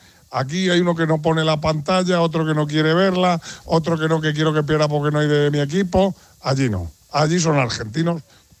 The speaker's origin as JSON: {"language": "Spanish", "country": "Spain", "said": "mira que yo me siento español, vamos a golearles, estoy convencido"}